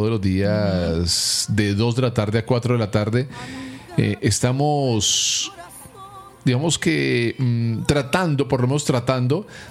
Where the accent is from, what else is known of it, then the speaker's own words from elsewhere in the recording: Cali, Valle del Cauca, Colombia; yo soy de Cali